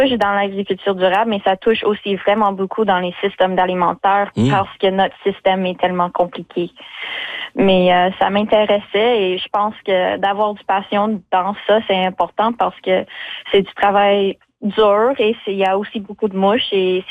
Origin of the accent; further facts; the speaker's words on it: Longueuil, Quebec, Canada; moved away as an adult; now in La Tabatière, Canada; Non, j'ai grandi à Montréal, ben sur la rive sud à Longueuil